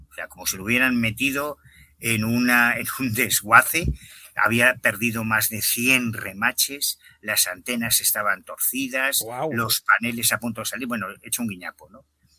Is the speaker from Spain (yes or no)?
yes; Betanzos, Galicia, Spain; yo soy un chaval de Betanzos, de La Coruña